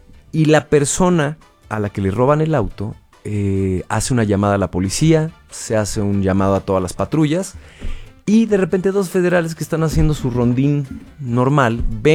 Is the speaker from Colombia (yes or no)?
no; Mexico; Por la duda que nosotros como mexicanos tenemos de nuestras instituciones.